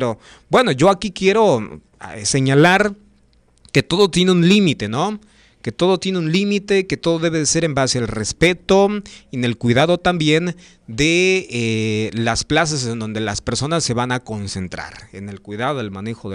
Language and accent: Spanish; Mexico